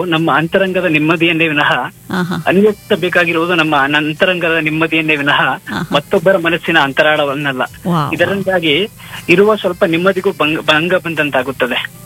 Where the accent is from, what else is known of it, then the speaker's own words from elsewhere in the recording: Mukkadahalli, Karnataka, India; moved away as an adult; now in Mysuru, India; Madam ನಮ್ದು ಚಾಮರಾಜನಗರ ಮೂಲತಃ, ಅಲ್ಲಿ ಮುಕ್ಕಡಹಳ್ಳಿ ಅಂತ ನಮ್ಮ ಊರು.